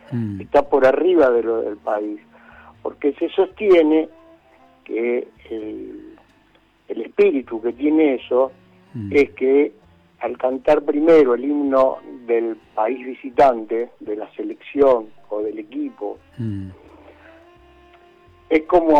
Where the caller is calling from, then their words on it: Boulogne, Buenos Aires Province, Argentina; de Boulogne.